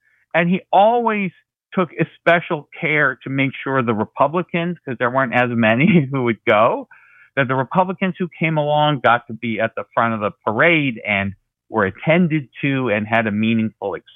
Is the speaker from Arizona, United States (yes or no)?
no; Massachusetts, United States; who was actually my hometown congressman growing up, from the Boston, outside the Boston area.